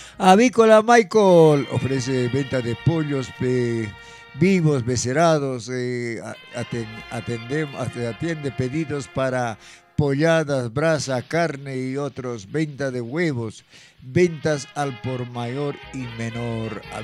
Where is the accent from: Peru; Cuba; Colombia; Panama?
Peru; Jangas, Ancash; mi distrito de Jangas, mi Jangas querido, mi Antaurán. Es mi tierra, tierrita linda que me vio nacer.